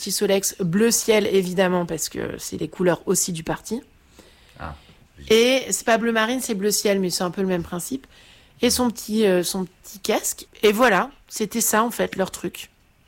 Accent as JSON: {"language": "French", "town": "Caen", "region": "Normandy", "country": "France", "said": "C'est que moi je viens de Caen en fait."}